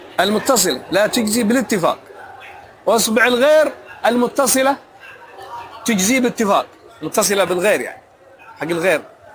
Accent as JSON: {"language": "Arabic", "country": "Yemen", "said": "عندنا في اليمن ماشي زيتون، الأراك والنخل عندنا"}